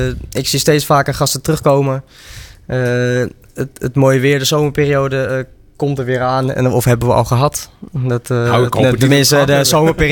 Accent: Netherlands; waar kom je vandaan? Ja, uit Nederland.

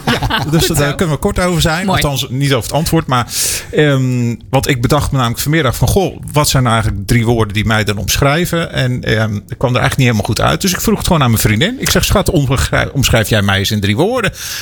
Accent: North Holland, Netherlands; Opgegroeid in de Hoornmeer achter het politiebureau.

